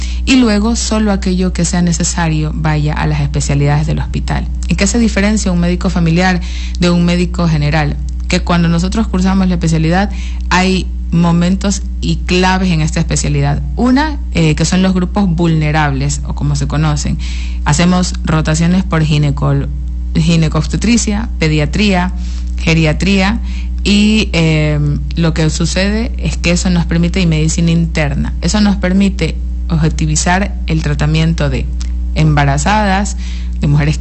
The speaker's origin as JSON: {"language": "Spanish", "region": "Esmeraldas", "country": "Ecuador", "moved": "as an adult", "lives_now": "Morona Santiago, Ecuador", "said": "Bueno, yo soy esmeraldeña. En todos los ámbitos, esmeraldeña de Esmeraldas, la original, y siempre digo esmeraldeña de la Esmeraldas Oriental también. Hace ya 10 años, casi 11 años que vivo en Morona, Santiago."}